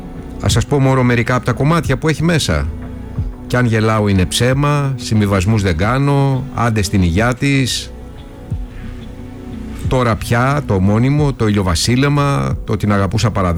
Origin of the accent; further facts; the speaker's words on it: Arta, Epirus, Greece; born there; εγώ γεννήθηκα στην Άρτα